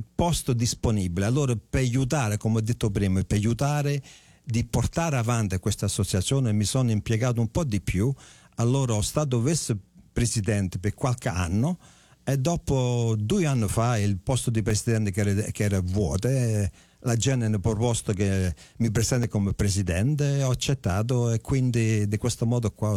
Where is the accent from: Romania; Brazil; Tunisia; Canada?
Canada; also born or lived in Jelsi, Italy; in Canada con i miei genitori, ero ancora piccolo quando certo. I miei genitori sono venuti, allora sono cresciuto in Canada, sì, però sì. Nata in Italia, nato a Jelsi.